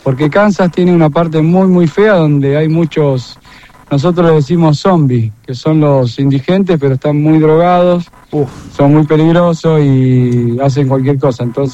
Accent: Argentina; now in United States; yo soy oriundo de Villavoy

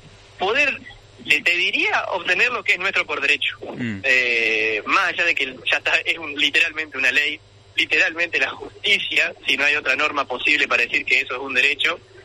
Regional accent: Argentina

